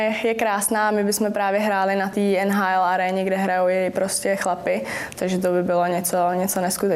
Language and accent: Czech; České Budějovice, South Bohemian Region, Czechia; born there; also born or lived in Tábor / Milevsko; Jsem vlastně žila v Milevsku ještě s rodičema a s rodinou. Jsme se stěhovali do Budějc.